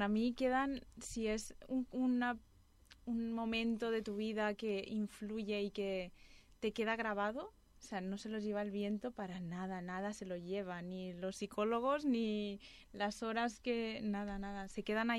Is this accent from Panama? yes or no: no; Calafell, Catalonia, Spain; also born or lived in Uruguay / Barcelona; yo soy uruguaya y crecí aquí, bueno, de hecho crecí en Calafell y luego me mudé a Barcelona y luego volví a Calafell.